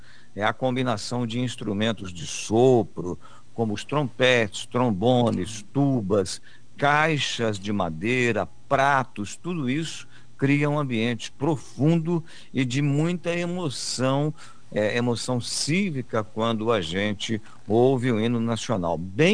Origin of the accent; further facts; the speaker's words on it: Brazil; como nós brasileiros, brasileiro raiz